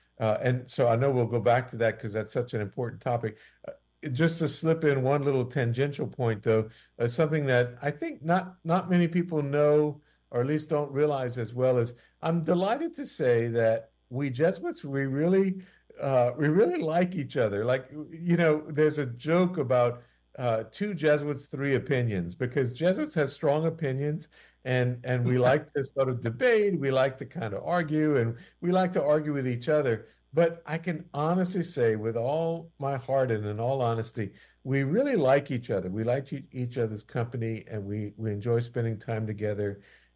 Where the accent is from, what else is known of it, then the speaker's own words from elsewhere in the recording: Church Point, Louisiana, United States; And I grew up, you know, as a Cajun in a Cajun town, and almost the entire town was sort of steeped in Catholicism, you can say. The name of the town is Church Point, for heaven's sake.